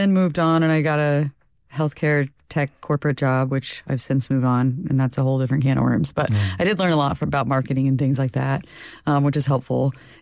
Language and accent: English; Illinois, United States; And I grew up in Illinois, so it was not just storms. It was usually tornado funnel clouds.